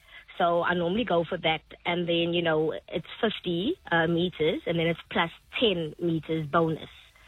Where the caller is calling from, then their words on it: Berrydale, South Africa; I'm from Berrydale, so it's like a 45-minute drive.